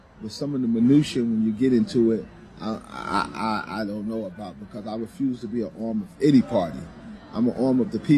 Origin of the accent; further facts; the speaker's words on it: New York, United States; I'm from New York.